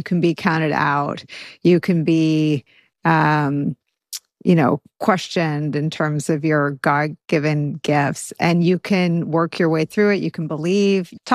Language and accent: English; New York, United States; And I'm biased, right? I'm a New Yorker.